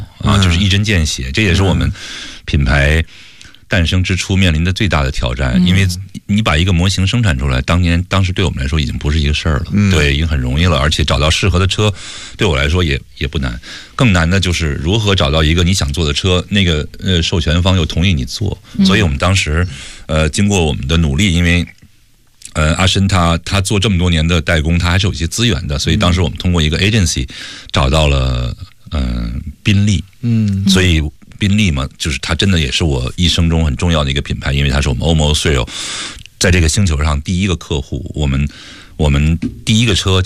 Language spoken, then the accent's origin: Chinese; China; 作为一个中国人我还是挺自豪的。